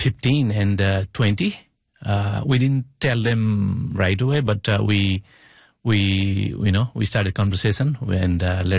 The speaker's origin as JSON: {"language": "English", "country": "Nepal", "lives_now": "Canada", "said": "I, as a Nepalese Canadian, I'm Canadian too."}